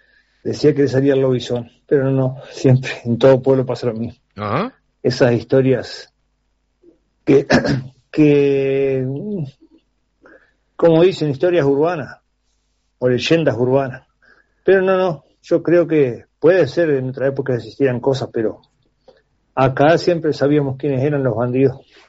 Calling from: San Gregorio de Polanco, Tacuarembó, Uruguay; fría la tarde por San Gregorio.

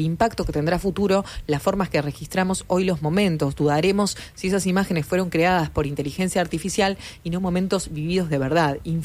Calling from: Salinas, Canelones, Uruguay; de Salinas y bueno, yo siempre saqué fotos con cámara.

